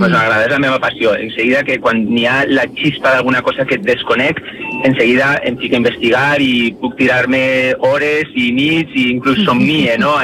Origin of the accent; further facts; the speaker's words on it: Valencia, Valencian Community, Spain; jo soc de València, que està aquí